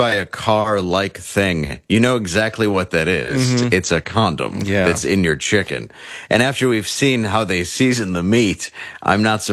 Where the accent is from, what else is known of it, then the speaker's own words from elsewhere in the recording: Detroit, Michigan, United States; I'm from Detroit.